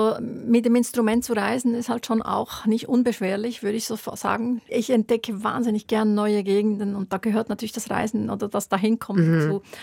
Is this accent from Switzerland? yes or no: yes; Switzerland; Als Schweizerin, genau.